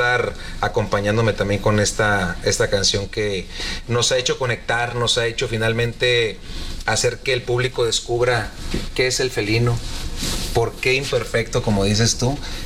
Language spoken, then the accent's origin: Spanish; Mazatlán, Sinaloa, Mexico; Fíjate que principalmente yo vibraba desde muy pequeño la música sinaloense. Soy de Mazatlán, la banda finalmente tú creces con el sonido de banda. Tú vas a Mazatlán y la banda se escucha por todos lados.